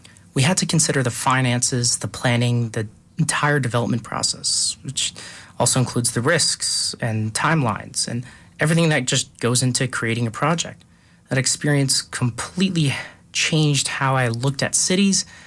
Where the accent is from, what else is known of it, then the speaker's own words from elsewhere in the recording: Barrie, Ontario, Canada; now in Calgary, Canada; I am originally from Barrie, Ontario, and real estate has always been around me.